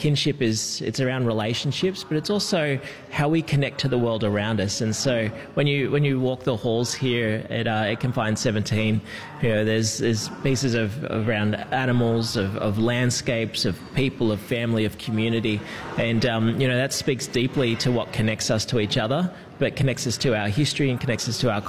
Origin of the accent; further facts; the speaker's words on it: Victoria, Australia; So I'm connected to the Wemba Wemba, Jadawai Jali, Wurugai and Gunditjmara Nation, so Western Victorian, and from New Island Province through my father in Papua New Guinea.